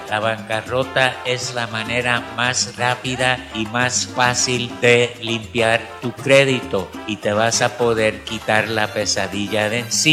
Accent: Puerto Rico; yo soy puertorriqueño y en Puerto Rico hasta la fecha el fútbol no es tan grande como la pelota

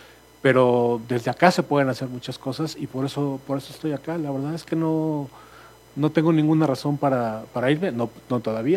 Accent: Mexico; En el caso, somos un equipo de trabajo que vale la pena mencionarlo también. Somos mexicanos.

